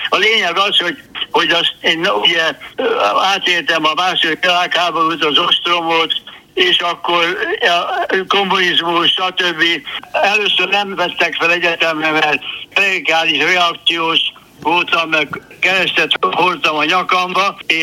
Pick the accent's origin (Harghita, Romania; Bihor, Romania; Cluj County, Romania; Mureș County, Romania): Bihor, Romania; Oradea; now in New York, United States; 40-ben visszatért Észak-Erdély, és akkor én Nagyváradon nevelkedtem